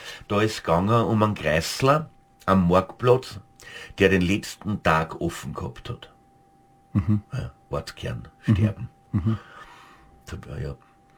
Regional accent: St. Pölten, Lower Austria, Austria; also ich liebe mein Heimatort, St. Pölten

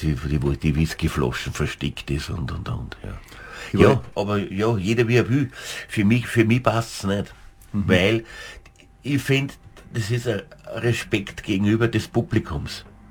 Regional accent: St. Pölten, Lower Austria, Austria; Naja, an Österreich, also ich liebe mein Heimatort, St. Pölten

